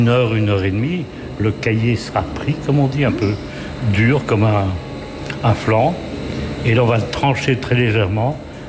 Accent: Bastogne, Wallonia, Belgium; born there; also born or lived in Digny; Je suis flamand d'origine, né à Bastogne. J'habitais longtemps à Digny.

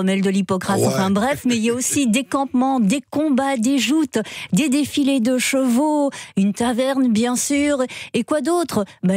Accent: Belgium; chez nous, en Belgique

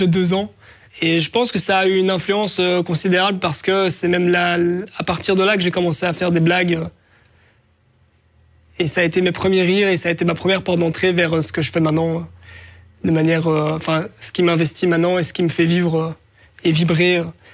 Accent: Ixelles, Brussels-Capital Region, Belgium; born there; je suis né à Ixelles il y a 32 ans maintenant.

